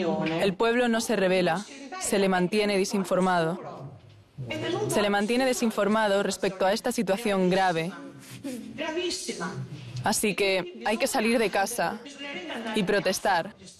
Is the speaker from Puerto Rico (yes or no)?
no; Italy; moved away as an adult; now in Moscow, Russia; soy italiana, pero llevo más de 30 años viviendo en Moscú.